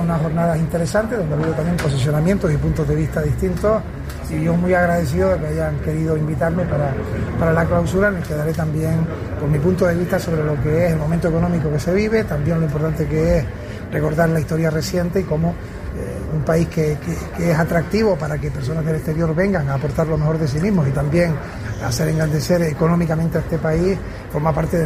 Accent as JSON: {"language": "Spanish", "region": "Canary Islands", "country": "Spain", "tie": "born there", "said": "en el que venimos de un lugar también como es también Canarias, mi lugar de nacimiento, donde vivo"}